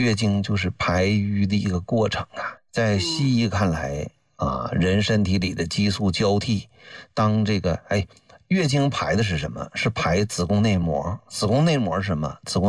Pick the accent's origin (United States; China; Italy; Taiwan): China; northern China; 你看我是北方人哈，北方的冬天很冷很冷的。